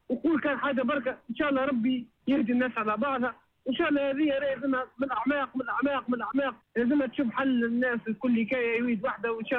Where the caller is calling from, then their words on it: Tunisia; حشمت على روحي كتونسي